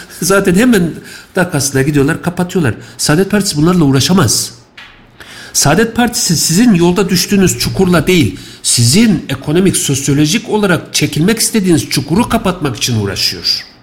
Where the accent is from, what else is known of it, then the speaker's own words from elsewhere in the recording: Kayseri, Turkey; Bir Kayserili olarak üzüldük.